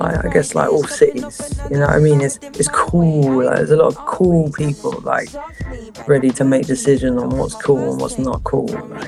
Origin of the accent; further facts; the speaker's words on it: London, United Kingdom; also born or lived in seaside town; You know, I was born in London. I left London when I was around 11 or 12 and moved outside of London to like a seaside town. I did a lot of moving around as a kid. I moved back to London at 14 and back to the seaside